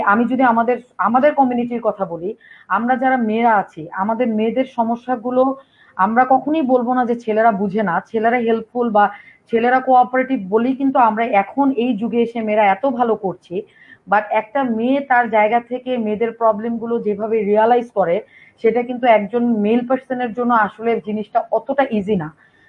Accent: Bangladesh; born or raised there

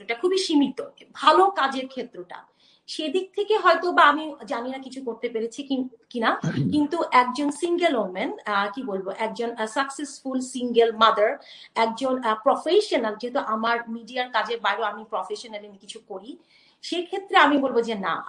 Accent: Bangladesh; এখানে আসলে দুটো ব্যাপার আছে, এক হচ্ছে যে আমরা বাংলাদেশি, হ্যাঁ, so we came from like you know একটা ভ্যালুস থেকে, হ্যাঁ, একটা কালচার থেকে। তুমি যদি আমাকে বলো অ্যাজ এ বাংলাদেশি হিসেবে

